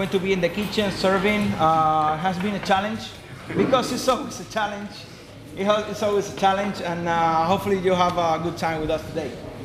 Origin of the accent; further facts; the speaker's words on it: Havana, Cuba; English is a second language; I'm coming from Havana, I'm living in Havana, I'm coming from a, you know, a rough kind of a context